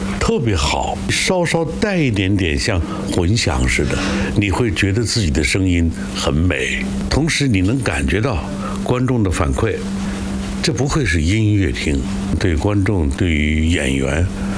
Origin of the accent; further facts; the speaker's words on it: Jilin, China; moved away; 现在是吉林省音乐厅，因为我老小时候在这看电影